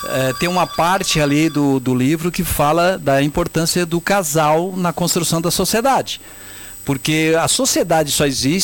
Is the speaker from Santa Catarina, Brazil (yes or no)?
yes; Lauro Müller, Santa Catarina, Brazil; now in Orleans, Brazil; eu faço parte de Orleans, eu sou cidadão orleanense, eu sou natural de Lauro Miller, mas eu estou aqui há mais de 45 anos.